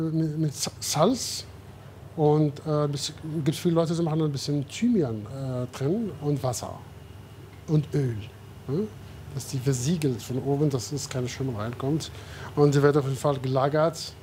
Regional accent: Morocco; now in Fulda, Germany; Ich bin dort geboren, ich bin dort aufgewachsen. Also Marokko ist wirklich sehr, sehr, sehr schön.

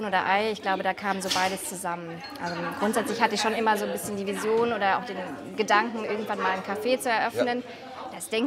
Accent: Kassel, Hesse, Germany; moved away as an adult; also born or lived in Cologne; Genau, wir wohnen hier. Ursprünglich komme ich auch aus Kassel.

